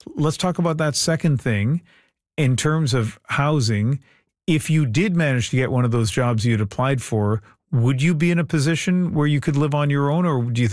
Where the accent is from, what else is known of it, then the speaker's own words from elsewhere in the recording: New Brunswick, Canada; and I grew up next door in New Brunswick